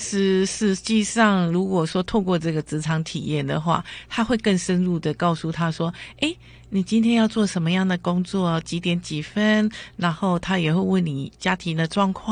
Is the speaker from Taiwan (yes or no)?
yes; Taiwan; moved away as an adult; 觉得日本人的那个态度跟我们台湾人的那种感受是不同的